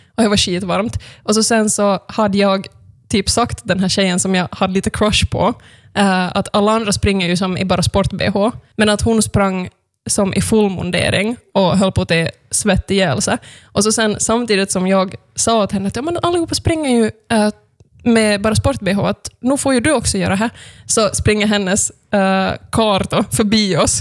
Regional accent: Jakobstad, Ostrobothnia, Finland; born there; moved away; vi flyttade från Jeppis

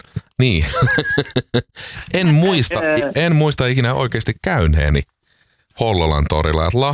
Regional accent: Espoo, Uusimaa, Finland; mä oon itse Espoosta

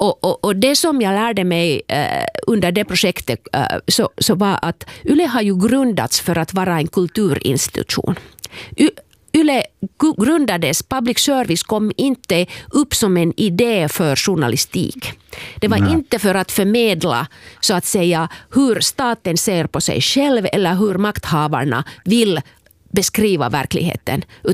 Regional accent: Kemi, Lapland, Finland; Själv växte jag upp i Kemi

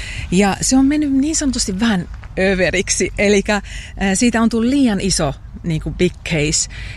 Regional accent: Akaa, Pirkanmaa, Finland; meillä Akaassa

